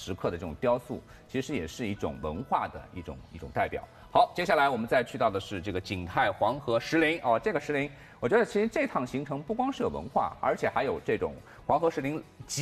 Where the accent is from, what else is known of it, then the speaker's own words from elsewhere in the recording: Shanghai, China; 我们上海人